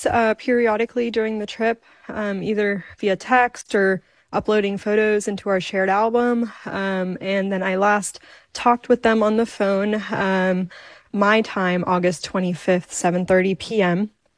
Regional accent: Dallas, Texas, United States; We grew up in Dallas. They're both born in India, so they immigrated in the 90s.

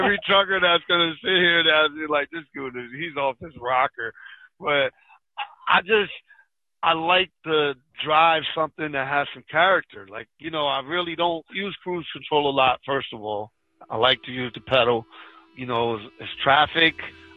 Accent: New York, United States; Born and raised in New York.

